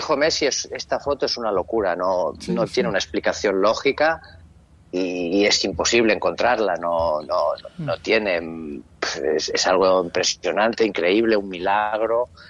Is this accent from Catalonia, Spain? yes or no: yes; Catalonia, Spain; Aquí tenemos un sentimiento como catalanes muy arraigado